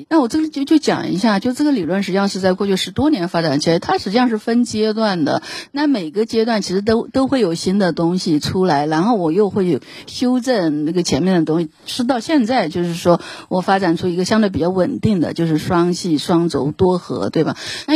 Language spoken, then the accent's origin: Chinese; China; 我们中国人还是对我们的传统挺自豪的